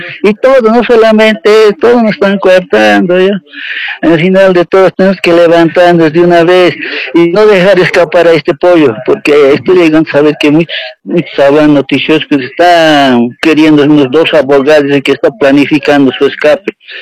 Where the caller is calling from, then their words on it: Bolivia; Estoy llamando desde Huichicoya, Alta Avenida Evo Morales Ayma.